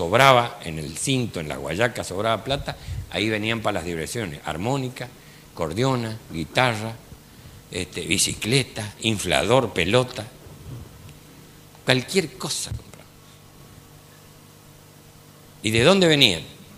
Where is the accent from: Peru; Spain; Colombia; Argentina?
Argentina; Chaco; Saben también ustedes que yo soy del Chaco.